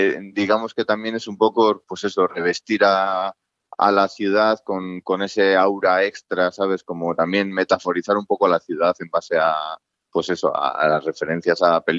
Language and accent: Spanish; Valladolid, Castile and León, Spain